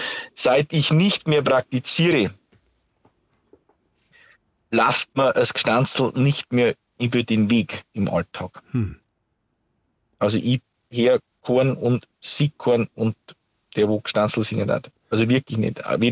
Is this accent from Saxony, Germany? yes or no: no; Bavaria, Germany; bei uns in Niederbayern ist das zum Beispiel sehr stark an die Hochzeit gebunden